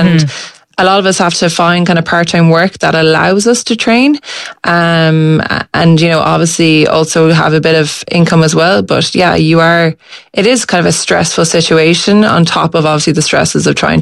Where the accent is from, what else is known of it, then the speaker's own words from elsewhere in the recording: Galway, Connacht, Ireland; moved away as an adult; I'm from Galway.